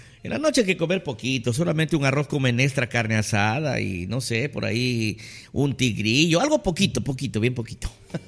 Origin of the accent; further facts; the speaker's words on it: Pozul, Loja, Ecuador; moved away; llamé por teléfono a mi tierra, que ellos producen bastante café, harto café y orgánico, Loja, Pozul.